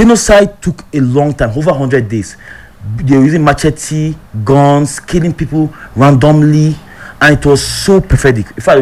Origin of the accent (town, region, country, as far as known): Nigeria